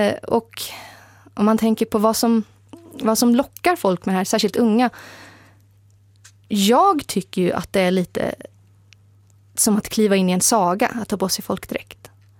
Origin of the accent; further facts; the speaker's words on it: Västra Götaland County, Sweden; för jag är ju uppvuxen i en del av landet där det inte finns en särskilt stark lokal förankring. Vi är båda från Göteborgstrakten.